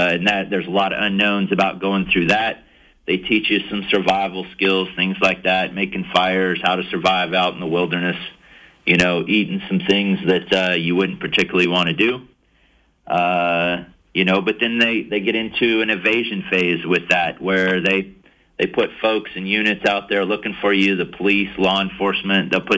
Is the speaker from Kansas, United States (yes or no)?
yes; Kansas, United States; even growing up in Kansas, riding horseback was going to play such a role.